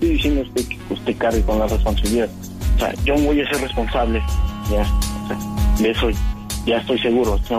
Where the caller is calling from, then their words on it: San Martín Texmelucan, Puebla, Mexico; No, yo me encuentro en San Martín.